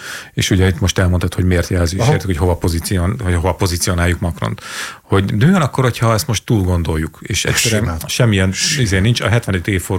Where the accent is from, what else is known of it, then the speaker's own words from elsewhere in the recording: Hungary; nekem magyarként, innen Magyarországról